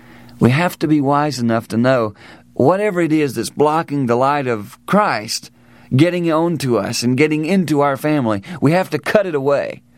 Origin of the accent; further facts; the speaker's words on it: the South, United States; I grew up down south, as you can tell by my accent.